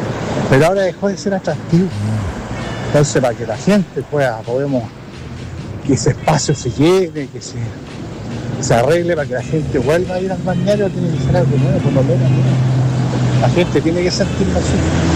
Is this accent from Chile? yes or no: yes; Antofagasta, Chile; yo soy de Antofagasta y vengo de 60 años de que nací